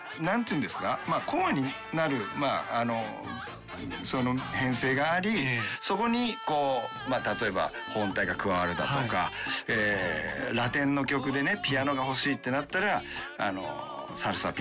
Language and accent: Japanese; Kanagawa, Japan; moved away as an adult; also born or lived in Okayama; now in Fussa, Japan; まあ本当に岡山で生まれましたけど、すぐ関東の方にね、はい、引っ越したっていうのもあって